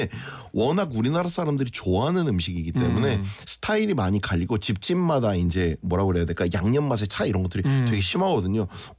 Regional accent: Seoul, South Korea; accent: Seoul speech; 저는 사투리를 잘 못하니까 예. 저 거기 가서도 계속 서울말을 썼을 거 아니에요.

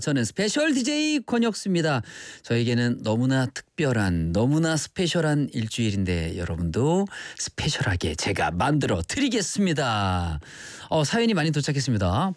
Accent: Incheon, South Korea; 근데 저도 인천 사람이라 너무 친근해요.

